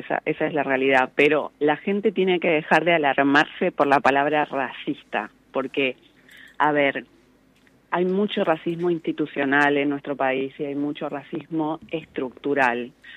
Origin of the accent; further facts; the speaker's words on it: San Luis, Argentina; Nada, somos vecinos, yo soy de San Luis, soy puntana.